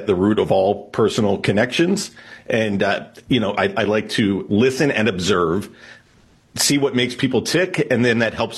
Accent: Pennsylvania, United States

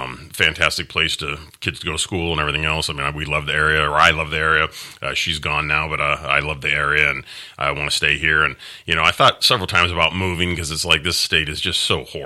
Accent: Redding, California, United States; I was born and raised right here in River City. I went to the same high school my parents went to, Enterprise High.

